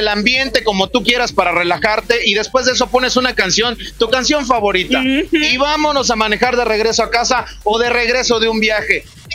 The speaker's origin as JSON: {"language": "Spanish", "town": "Matamoros", "country": "Mexico", "tie": "born or raised there", "said": "Matamoros, allá mi pueblo."}